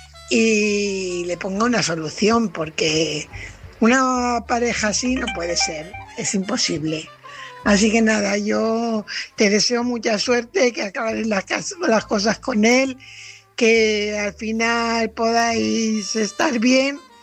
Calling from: Fuenlabrada, Community of Madrid, Spain; corresponsal de Fuenlabrada.

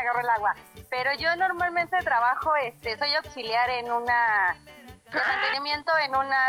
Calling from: Mexico City, Mexico; yo vivo en Tláhuac.

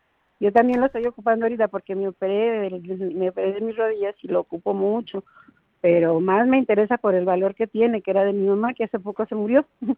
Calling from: Villa de Cos, Zacatecas, Mexico

